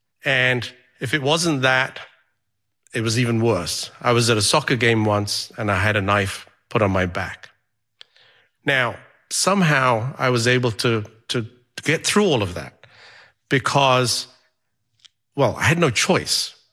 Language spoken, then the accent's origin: English; Uganda; born there; I was born in Uganda in Central East Africa.